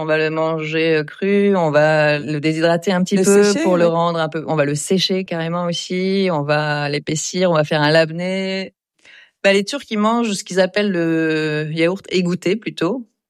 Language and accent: French; France; also born or lived in Istanbul, Turkey; Moi, j'ai grandi en France, de mes 6 ans à mes 15 ans. Ensuite, j'étais à Istanbul. Après, je suis revenue à Paris.